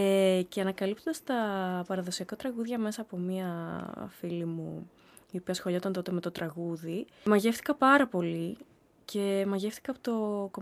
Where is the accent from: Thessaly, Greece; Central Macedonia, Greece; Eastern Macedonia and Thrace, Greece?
Central Macedonia, Greece; Thessaloniki; moved away as an adult; now in Mytilene, Greece; Είμαι από τη Θεσσαλονίκη, αλλά ζω στη Μυτιλίνη τα τελευταία χρόνια λόγω της δουλειάς μου.